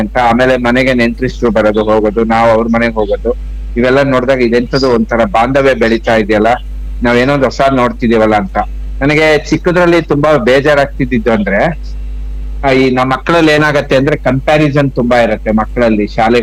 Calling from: Shivamogga, Karnataka, India; Vidyanagar, Shivamogga.

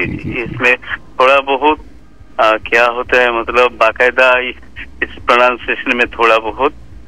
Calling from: Ramkrishna Nagar, Assam, India; मेरा गांव का नाम है राम कृष्ण नगर, डिस्ट्रिक्ट श्री भूमि, असम

